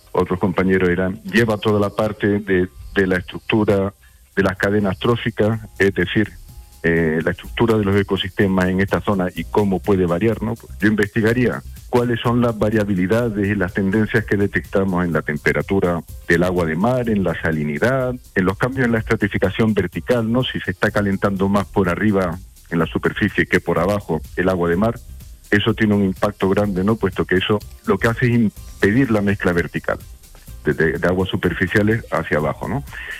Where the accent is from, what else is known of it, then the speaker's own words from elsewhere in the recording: San Roque, Andalusia, Spain; born there; moved away; Yo parte de mi infancia la pasé en San Roque.